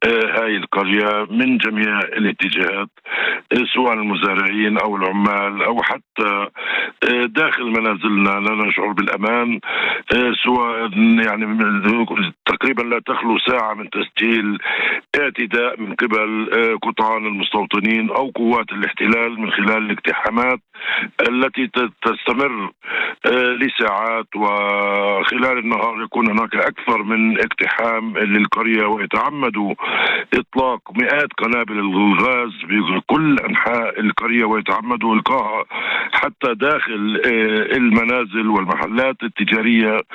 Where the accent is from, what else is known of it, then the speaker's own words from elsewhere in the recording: Palestine; احنا كشعب فلسطيني